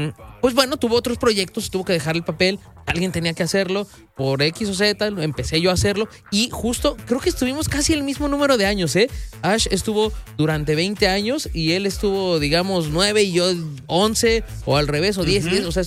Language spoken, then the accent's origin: Spanish; Mexico; Es que sí somos los mexicanos.